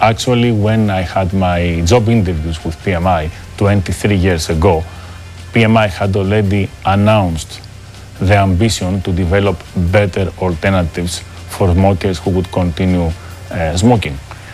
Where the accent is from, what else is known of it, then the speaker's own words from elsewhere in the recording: Greece; So I grew up in Greece and I had the opportunity to get my first learnings and values in a family business environment. My grandparents were immigrants in Athens and set up a small family business manufacturing shoes for the community.